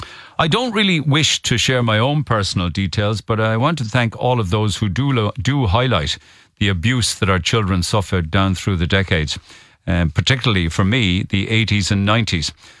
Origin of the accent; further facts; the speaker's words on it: Silver Mines, Munster, Ireland; now in Cork, Ireland; I've lived in Cork for the past 45 years. But I'm originally from Silver Mines in Tipperary, where I went to school.